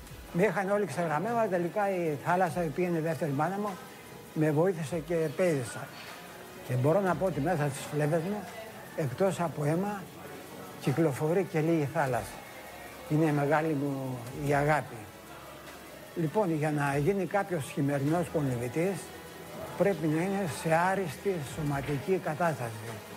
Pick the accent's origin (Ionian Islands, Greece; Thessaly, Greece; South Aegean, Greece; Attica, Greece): South Aegean, Greece; Εγώ γεννήθηκα στη θάλασσα. Οι γονείς μου, επειδή κατάγομαι από τη Γύθνο, ήταν ψαράδες.